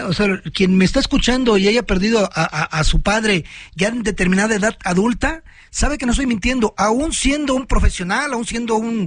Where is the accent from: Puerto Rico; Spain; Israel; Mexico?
Mexico